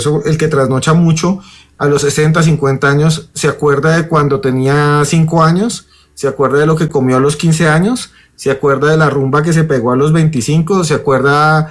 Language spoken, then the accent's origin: Spanish; Charalá, Santander, Colombia; Yo una vez en Charalá, Santander, pueblo de donde soy originaria, mi familia, en unas ferias